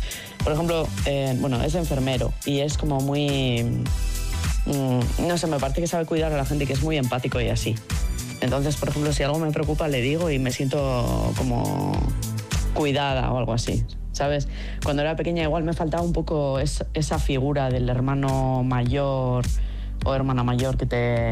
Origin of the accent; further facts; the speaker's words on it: San Sebastián, Basque Country, Spain; moved away as an adult; Pues la verdad es que eso, yo me fui de Donostia a los 22 años y ahora voy a cumplir 40 ya en agosto.